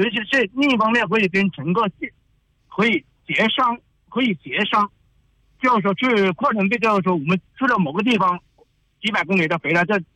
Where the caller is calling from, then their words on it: southern China, China; 因为我是南方人